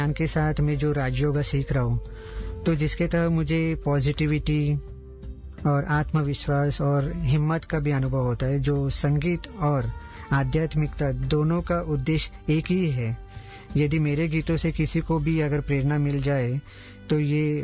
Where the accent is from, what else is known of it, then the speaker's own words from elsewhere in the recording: Mumbai, Maharashtra, India; moved away as an adult; also born or lived in Armenia; मेरा बचपन सब मुंबई में हुआ